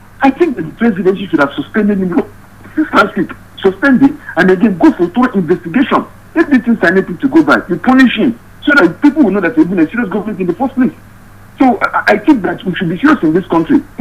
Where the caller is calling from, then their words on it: Nigeria; as a Nigerian that I am, as a pathetic one at that matter.